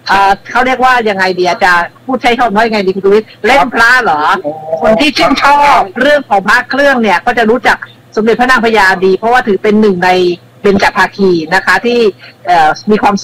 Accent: Phitsanulok, Thailand; born there; ในฐานะที่เป็นคนพิษณุโลกโดยกำเนิดนะคะแล้วก็ตอนนี้ก็อยู่ที่พิษณุโลกด้วย

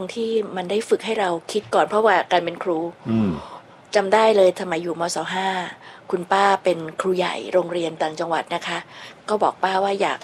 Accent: Bangkok, Thailand; born there; also born or lived in Chiang Mai; แต่ว่าพอมาเรียนประถมหนึ่งเนี่ยอยู่กรุงเทพแล้วก็เรียนจนกระทั่งจบมหาวิทยาลัยที่กรุงเทพ

